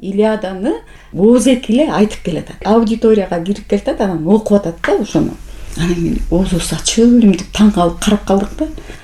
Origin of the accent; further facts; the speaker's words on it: Kyzyl-Askar, Bishkek, Kyrgyzstan; also born or lived in Sokuluk; Мен мектепте окуй элек болчумун. Ошол учурда көчүп келдик да. Кызыл аскерде чоң энемде келдим.